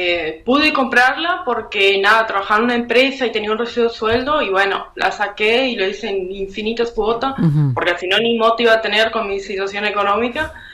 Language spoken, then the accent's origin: Spanish; Fracrán, Misiones, Argentina; also born or lived in San Vicente; now in Brazil; yo me vine a Brasil hace un par de meses atrás por la situación económica que estaba pasando, porque yo soy de Fracran, pero vivía en San Vicente.